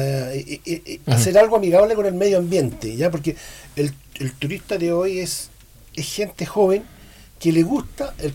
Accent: Entre Lagos, Los Lagos, Chile; Donde yo nací, me crié, ¿no es cierto? Y no me cansa la naturaleza, no me cansan los lagos, no me cansan los ríos, nada. Donde he ido 20.000 veces al Parque Nacional Puyehue

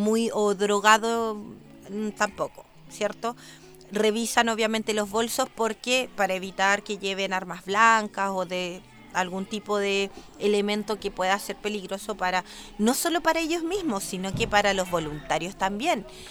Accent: Concepción, Biobío, Chile; Yo fui voluntaria del Hogar de Cristo en mi ciudad natal, que es Concepción

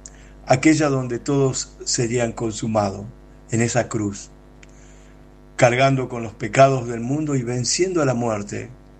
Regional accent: Argentina; soy de Argentina.

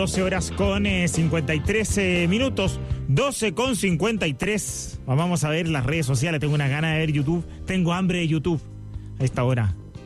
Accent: Quinta Normal, Santiago Metropolitan Region, Chile; born there; Yo nací en Quinta Normal hace ya 58 años.

